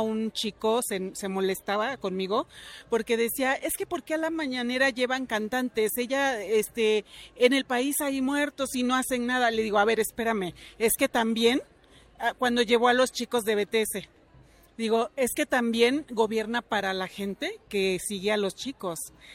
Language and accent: Spanish; Gustavo A. Madero, Mexico City, Mexico; yo vengo de la Gustavo Amadero y yo puedo decir